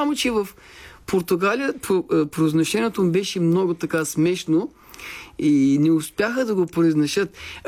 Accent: Aytos, Burgas Province, Bulgaria; moved away as an adult; now in Turkey; не мога да кажа, че съм роден в Айтос, ама аз съм живял

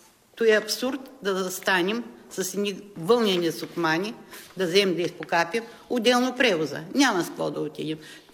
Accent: Dobri Dyal, Veliko Tarnovo Province, Bulgaria; Родена съм в Добри дял, работила съм тука, живота ми е тука.

